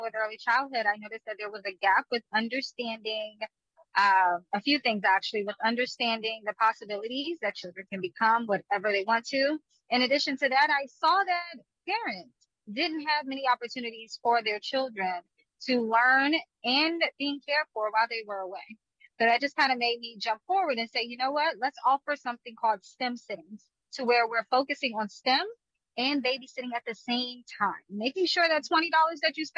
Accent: Washington, District of Columbia, United States; I am a native Washingtonian. I am from east of the river, southeast. And that is where I mostly reside.

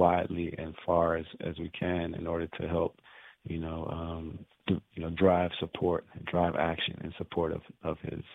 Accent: Washington, District of Columbia, United States; that I grew up in Eckington, over there in North Capitol and, Florida Ave

